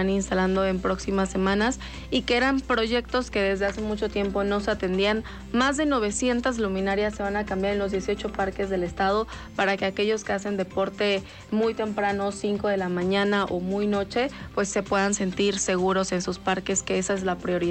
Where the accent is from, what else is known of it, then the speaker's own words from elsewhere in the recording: Puebla, Mexico; porque los parques son de nosotros como poblanos.